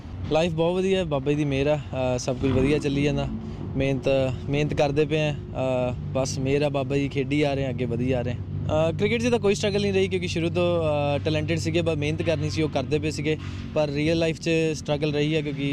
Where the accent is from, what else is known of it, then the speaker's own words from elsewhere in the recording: Ludhiana, Punjab, India; moved away as an adult; now in Hobart, Australia; ਮੈਂ ਲੁਧਿਆਣਾ ਸ਼ਹਿਰ ਹੈ, ਪਿੰਡ ਘੋੜਾ, ਅਤੇ ਓਬਵੀਅਸਲੀ ਪੰਜਾਬ ਦੇ ਹਾਂ।